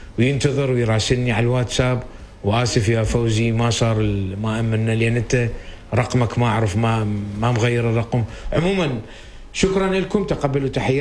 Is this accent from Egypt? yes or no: no; Iraq; أنا عراقي عائلتي عمانية زوجتي مواطنة عمانية